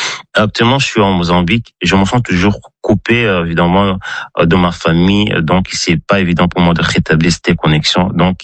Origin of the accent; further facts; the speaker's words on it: Burundi; j'ai 29 ans, je suis burundais.